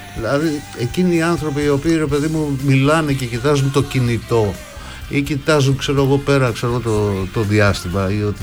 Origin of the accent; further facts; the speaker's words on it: Western Greece, Greece; για μένα που είμαι από Δυτική Ελλάδα